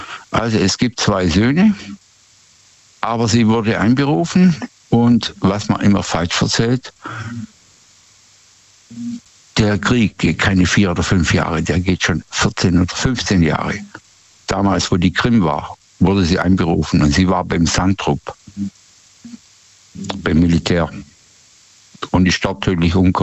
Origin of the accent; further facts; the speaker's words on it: Baden-Württemberg, Germany; Nee, ich komme nicht aus dem Schwarzwald.